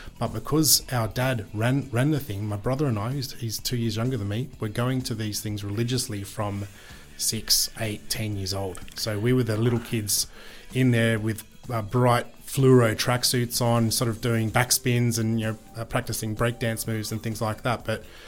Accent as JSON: {"language": "English", "town": "Woodford", "region": "New South Wales", "country": "Australia", "tie": "born or raised there", "said": "As a small 6-7 year old child growing up in Woodford in the Blue Mountains"}